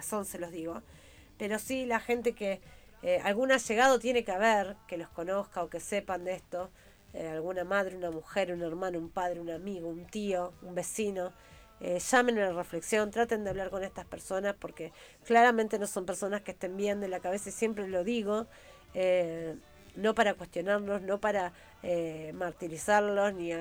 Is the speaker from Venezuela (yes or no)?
no; Argentina; como argentinos, como argentina que soy